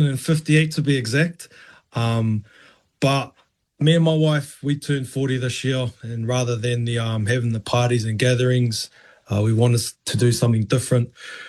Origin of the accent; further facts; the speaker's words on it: Auckland, New Zealand; born and raised in Auckland, first generation. Mum and dad were born in Niue.